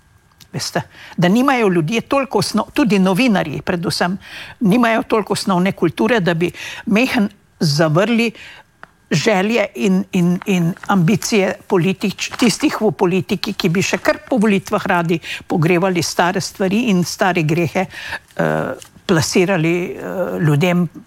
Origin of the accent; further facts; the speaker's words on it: Upper Savinja Valley, Slovenia; now in Spain; sama izhajam iz Gornje Savinjske doline.